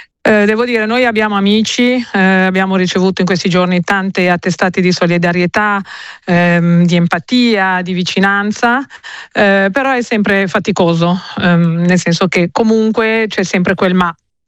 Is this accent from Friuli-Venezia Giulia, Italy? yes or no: no; Milan, Lombardy, Italy; noi siamo milanesi, siamo italiani.